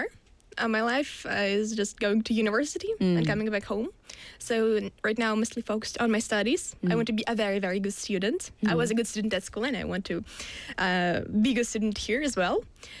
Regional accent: Russia; English is a second language; now in South Korea; And actually, in my hometown, Russia is really spacious because there's a lot of space, and a very little amount of people.

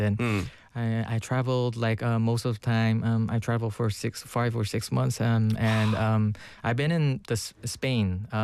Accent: South Korea; English is a second language; And after that, I didn't learn that much like in normal English that we learn in Korea.

